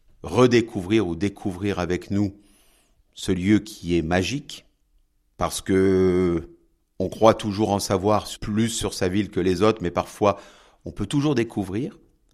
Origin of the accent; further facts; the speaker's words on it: Carcassonne, Occitanie, France; moved away; Tout d'abord, je suis né à Carcassonne. Mon parrain de baptême vivait dans la cité médiévale de Carcassonne, donc j'ai grandi et j'ai souvent joué sur les remparts de la cité.